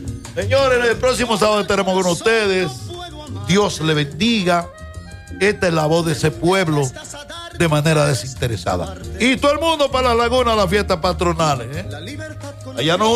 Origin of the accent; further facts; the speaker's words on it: Dominican Republic; Yo soy dominicano, yo soy de este país. Yo no me voy de este país